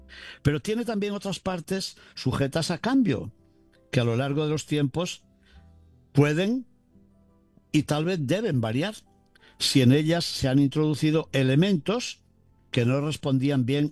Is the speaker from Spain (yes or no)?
yes; Spain; moved away; en mi tierra de España, en Toledo